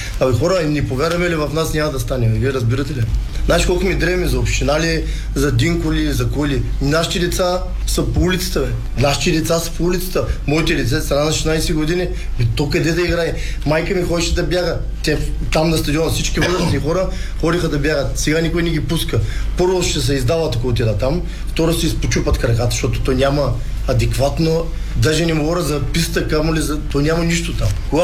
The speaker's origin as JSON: {"language": "Bulgarian", "town": "Plovdiv", "region": "Plovdiv Province", "country": "Bulgaria", "tie": "born or raised there", "said": "аз съм от Кичук Париж. Израснал съм там, тренирал съм в Спартак."}